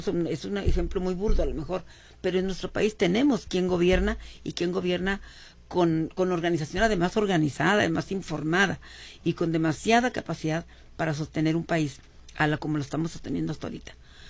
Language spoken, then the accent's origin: Spanish; Mexico; nosotros mismos como mexicanos